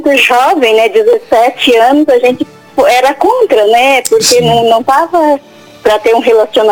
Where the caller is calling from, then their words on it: Araranguá, Santa Catarina, Brazil; De Araranguá, Santa Catarina.